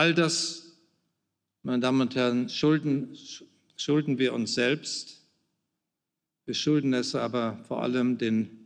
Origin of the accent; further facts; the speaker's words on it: North Rhine-Westphalia, Germany; ich komme selbst aus Nordrhein-Westfalen, kenne die Menschen hier im Land